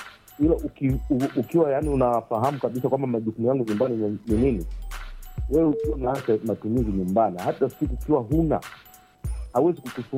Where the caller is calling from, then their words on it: Tanzania; sio mwana kapate pande za Mlandege.